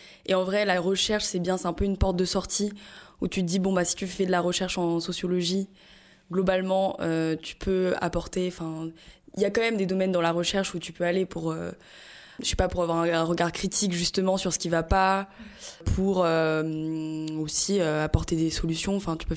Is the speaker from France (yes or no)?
yes; Paris, Île-de-France, France; moi, je suis parisienne